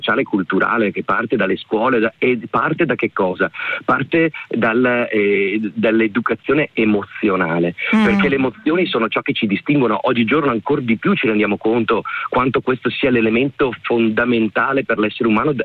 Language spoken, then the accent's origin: Italian; Vicenza, Veneto, Italy; io sono vicentino di origine